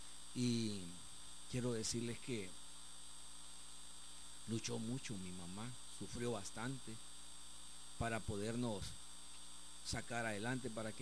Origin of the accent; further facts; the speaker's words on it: Choluteca, Honduras; born there; nací en Choluteca bajo una tormenta.